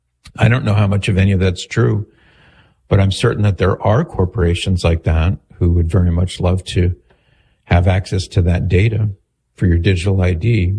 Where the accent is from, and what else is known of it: United States